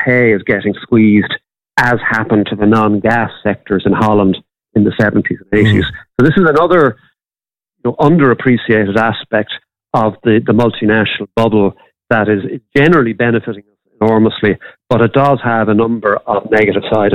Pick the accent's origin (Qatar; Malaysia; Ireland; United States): Ireland